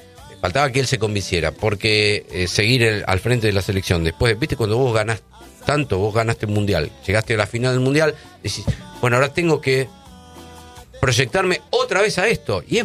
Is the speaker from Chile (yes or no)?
no; Argentina; Soy argentino.